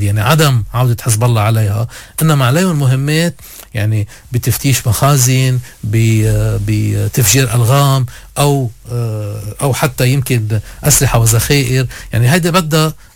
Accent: Lebanon; نعيش كلبنانيين بأمان وبسلام

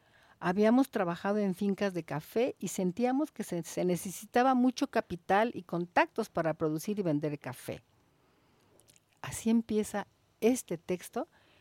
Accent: Villa Corzo, Chiapas, Mexico; Nosotros somos las familias del Ejido Bonanza, un pequeño rincón en el municipio de Villa Corzo, Chiapas, enclavado en las estribaciones de la Sierra Madre de Chiapas.

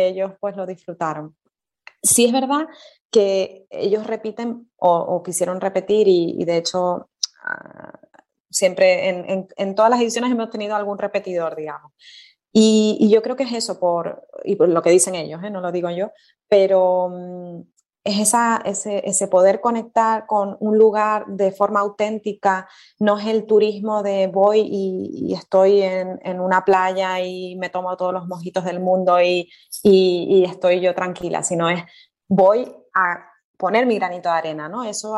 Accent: Tenerife, Canary Islands, Spain; also born or lived in Fuerteventura; Yo nací en Fuerteventura, entonces me hacía ilusión poder hacer algo por la isla donde nací, aunque luego ya me crié en Tenerife.

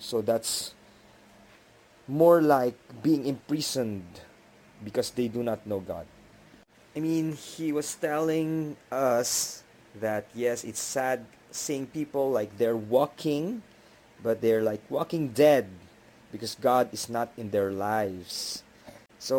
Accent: Baguio, Cordillera Administrative Region, Philippines; moved away; my hometown back in Baguio City

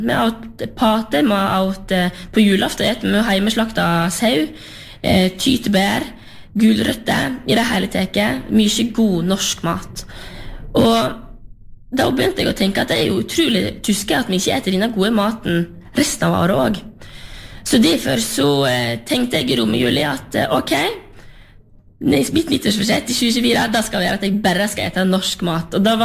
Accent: Sørheim, Vestland, Norway; Jeg kommer jo fra Sørheim, på sørsiden av Lustrafjorden, og etter hvert som jeg har vært større, så oppdaget jeg jo at verden er større enn Sørheim

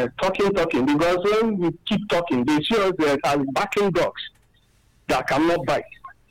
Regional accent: Masaka, Nasarawa, Nigeria; from Masaka.

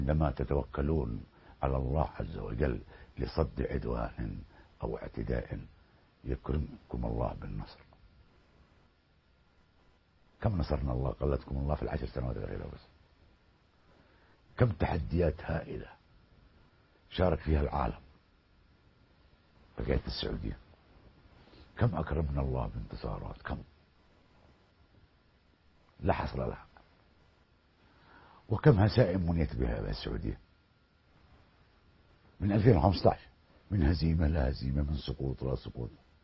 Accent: Yemen; فانت كيمني

